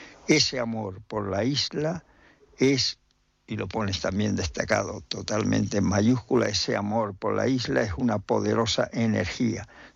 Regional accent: Guatiza, Canary Islands, Spain; la zona de la Vega de Guatiza, donde yo nací en Guatiza

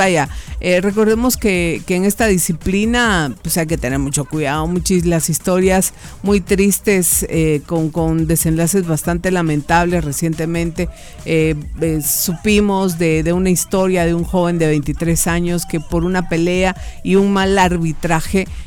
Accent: Guatemala

